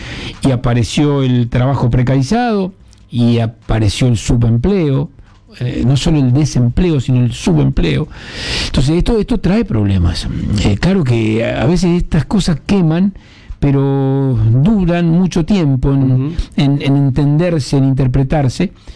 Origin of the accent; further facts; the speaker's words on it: Arequito, Santa Fe, Argentina; Soy del barrio, soy de Arequito.